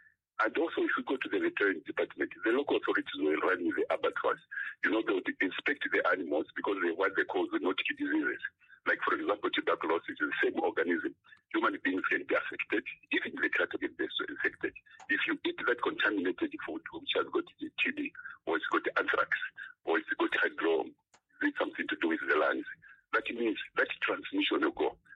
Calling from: Ndola, Copperbelt, Zambia; I'm calling from the Copper Belt in Indola

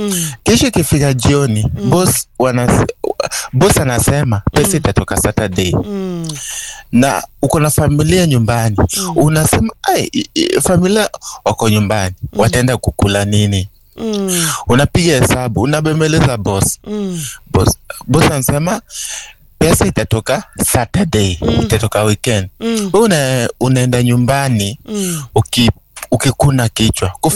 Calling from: Kakamega County, Kenya; kutoka kaunti ya Kakamega, Shikambi.

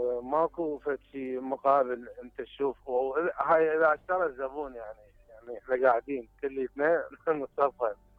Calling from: Baghdad, Baghdad Governorate, Iraq; من بغداد من الدارة.

